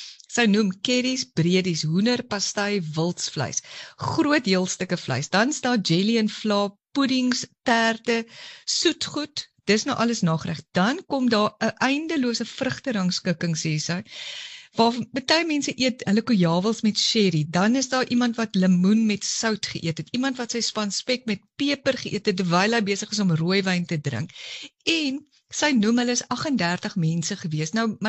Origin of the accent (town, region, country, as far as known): Cape Town, Western Cape, South Africa